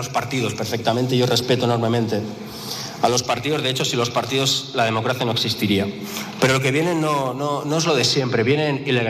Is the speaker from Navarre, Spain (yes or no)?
no; Catalonia, Spain; Yo soy catalán